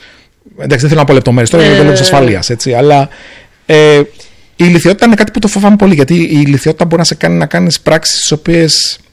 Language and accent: Greek; Greece; now in Singapore; εγώ είμαι ένας Έλληνας ο οποίος ζει στη Σιγκαπούρη, λειτουργώ από εκεί.